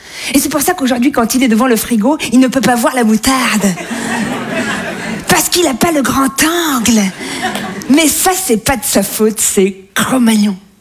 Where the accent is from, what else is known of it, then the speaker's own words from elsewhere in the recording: Toulon, Provence-Alpes-Côte d'Azur, France; born there; now in Paris, France; Je suis née en 1996 à Toulon.